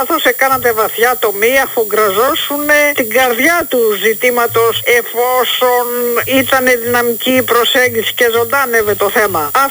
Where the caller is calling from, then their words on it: Heraklion, Crete, Greece; Εγώ είμαι από Κρήτη, καταρχάς από Ηράκλειο.